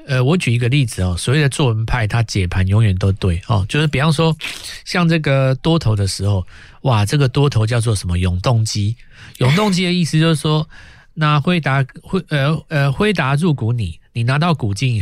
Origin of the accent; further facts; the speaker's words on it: Taiwan; 我们台湾这边